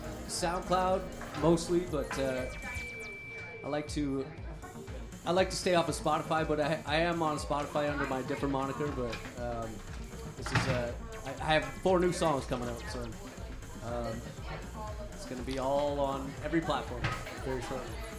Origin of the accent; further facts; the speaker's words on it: Windsor, Ontario, Canada; my hometown Windsor, into Canada.